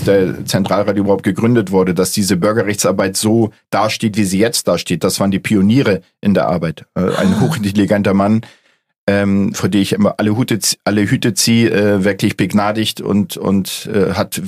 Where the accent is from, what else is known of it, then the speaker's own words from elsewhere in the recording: Hamburg, Germany; wir sind eben halt alteingesessen. Alteingesessen wirklich seit Generationen. Und wir fühlen uns auch heimisch. Und Hamburg zum Beispiel, es gibt dieses schöne Lied